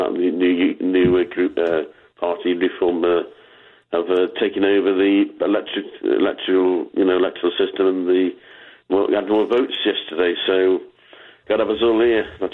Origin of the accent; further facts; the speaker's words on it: West Midlands, United Kingdom; Staffordshire.